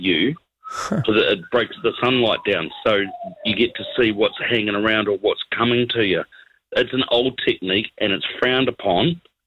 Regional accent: New Zealand; Never done white baiting, but growing up in New Zealand, there's a couple of things I want to chuck at you.

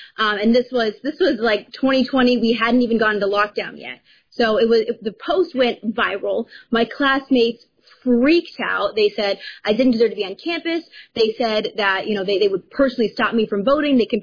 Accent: Wisconsin, United States; my dad at the time was a member of Congress, but it was in Chicago and I was from Wisconsin

